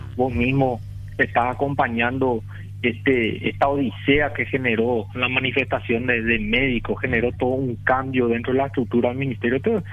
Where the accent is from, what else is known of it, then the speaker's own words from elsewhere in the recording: Amambay, Paraguay; yo soy de Amambay